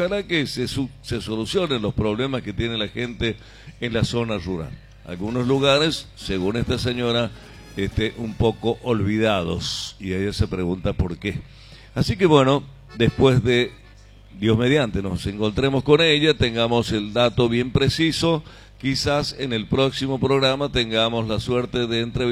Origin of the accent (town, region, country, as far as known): Argentina